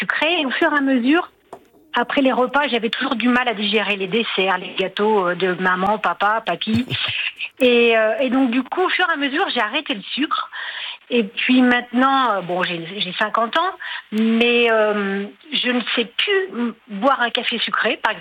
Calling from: France; Alors, moi, j'habite à Madrid. Je suis française

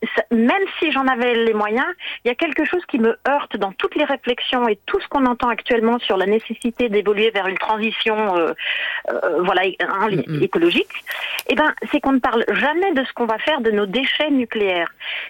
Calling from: Grand Est, France; Moi, j'habite en Haute-Marne.

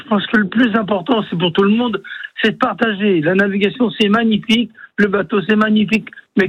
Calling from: Mayenne, Pays de la Loire, France

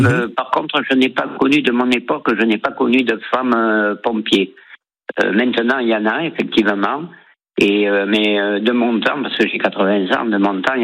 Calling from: Sestas, Nouvelle-Aquitaine, France

